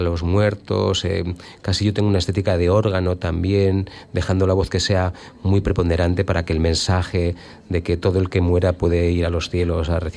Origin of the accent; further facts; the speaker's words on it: Basque Country, Spain; Soy vasco, vengo del mundo coral, he cantado mucho en coros